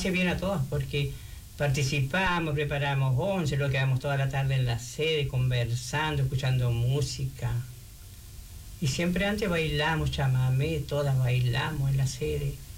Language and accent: Spanish; Chiloé, Los Lagos, Chile; moved away; yo también soy de Chiloé